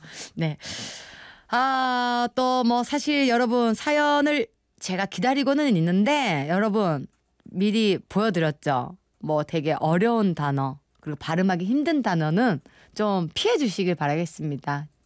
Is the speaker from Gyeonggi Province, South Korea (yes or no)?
no; Busan, South Korea; 제가 또 부산 교포잖아요